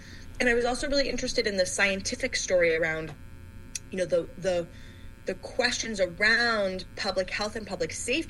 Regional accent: Michigan, United States; I grew up in Michigan

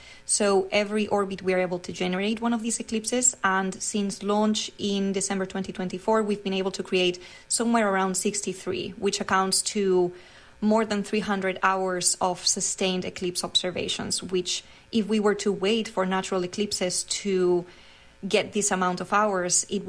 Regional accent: Spain; English is a second language; And I'm super excited for that one because I am from Spain.

